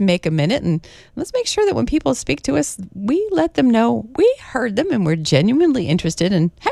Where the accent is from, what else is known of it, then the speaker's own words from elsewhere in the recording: Massachusetts, United States; moved away; When I grew up in Massachusetts